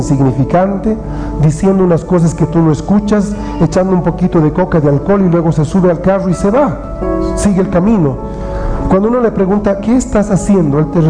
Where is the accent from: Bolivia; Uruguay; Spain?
Bolivia; somos gente boliviana o latinoamericanos, para los que nos ven en Chile o en otro país. Y saben, aunque venimos en todos nosotros con algo de sangre indígena